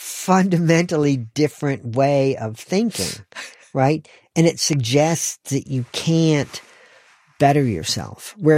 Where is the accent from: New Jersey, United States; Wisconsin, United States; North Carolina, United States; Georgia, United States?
North Carolina, United States; also born or lived in Western New York; now in England, United Kingdom; because I am an outsider, but I grew up in North Carolina, but my family moved from Western New York State when I was in second grade.